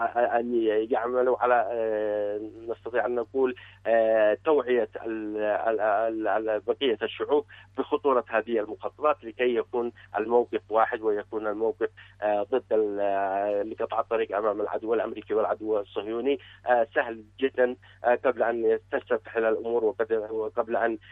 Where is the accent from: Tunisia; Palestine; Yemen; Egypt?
Yemen